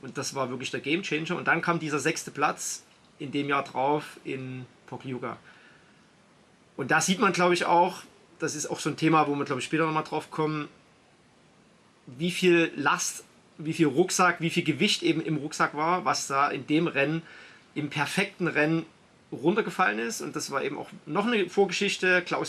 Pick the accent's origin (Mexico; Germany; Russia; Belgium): Belgium; ich bin als Belgier auf Nummer 1 ins Ziel gekommen